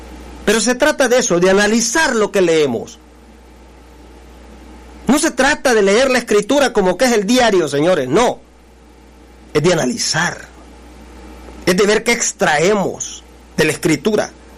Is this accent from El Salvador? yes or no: yes; El Salvador; moved away; es mi tierra, El Salvador, pero fíjese que yo aquí vivo, pero mi familia es la que vive allá. Mis amigos son los que viven allá. La gente con la que yo crecí es la que vive allá.